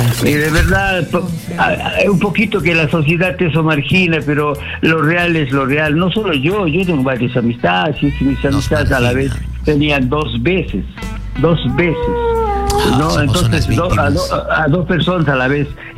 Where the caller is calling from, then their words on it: Huánuco, Peru; Llamo de Huánuco.